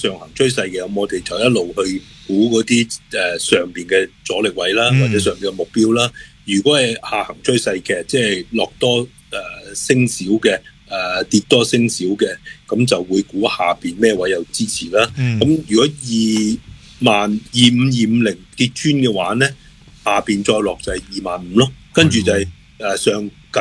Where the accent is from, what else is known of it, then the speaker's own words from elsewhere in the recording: Hong Kong; 咁一只咧就我哋香港人应该好熟噶啦